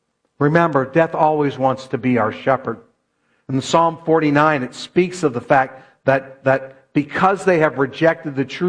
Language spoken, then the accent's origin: English; Berkshire Valley, Massachusetts, United States; now in Staten Island, New York, United States; I grew up in the Berkshire Valley in western Massachusetts.